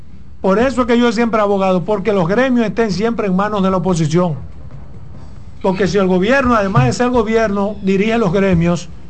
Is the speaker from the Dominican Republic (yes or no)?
yes; Dominican Republic